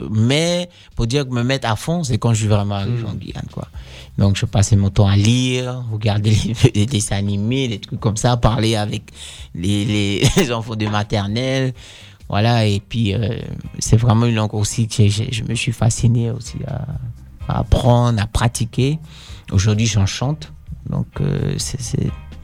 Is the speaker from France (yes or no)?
no; Netherlands; first language Dutch; French is a second language; Je réfléchis en hollandais, je crois.